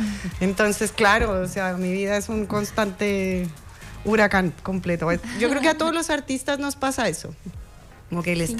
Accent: Colombia; moved away as an adult; now in Chile; yo soy colombiana. Yo llevo en este maravilloso país más o menos 13 años.

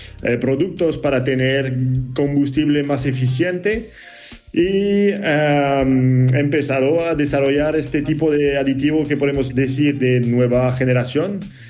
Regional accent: France; Spanish is a second language; now in Spain; Sí, exactamente, desde España. Soy francés, pero estoy en España ahora mismo, sí.

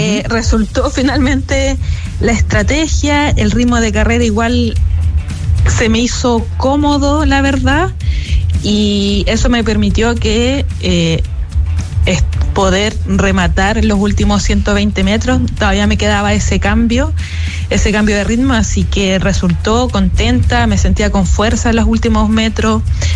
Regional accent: Castro, Los Lagos, Chile; yo nací, me crié en Chiloé, y en Chiloé hace muy poco solo hay una pista. Yo soy de Castro

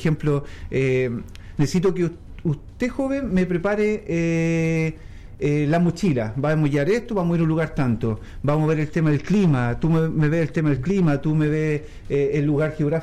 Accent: Chosuenco, Los Ríos, Chile; Yo vengo de la parte de Chosuenco, no sé si he ubicado, sí, pero claro.

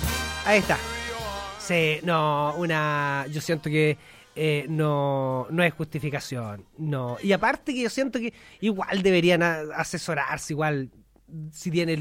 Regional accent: Tutuquén, Maule, Chile; now in Curicó, Chile; Me vine de los Tutuquén a Curicó. Perdónenme por no seguir siendo de Tutuquén.

